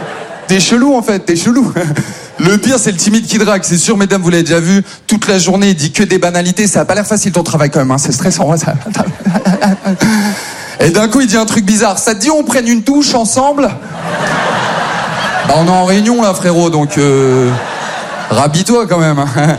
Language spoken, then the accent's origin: French; Maubeuge, Hauts-de-France, France; now in Paris, France; Moi, je viens de Maubeuge.